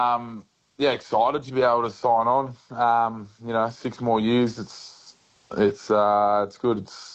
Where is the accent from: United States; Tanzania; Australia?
Australia; Melbourne, Victoria; I'm obviously from Melbourne, so the go home factor was a little bit there